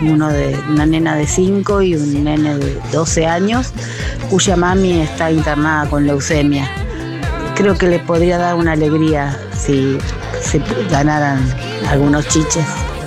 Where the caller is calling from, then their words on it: Argentina; de Urquiza.